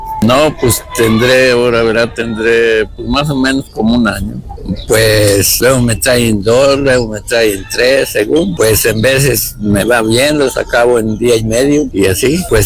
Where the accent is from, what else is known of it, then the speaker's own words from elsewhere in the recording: Río Verde, San Luis Potosí, Mexico; now in Puente del Carmen, Mexico; soy originario del Refugio Pilar Fernández y vivo en el Puente del Carmen. Sí, estoy vendiendo frijol ahorita aquí en Río Verde